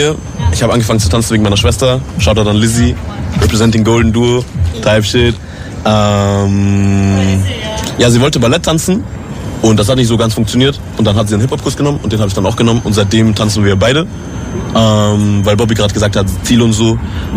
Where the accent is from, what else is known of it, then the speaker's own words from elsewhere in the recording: Burgenland, Austria; Ich komme aus dem Burgenland.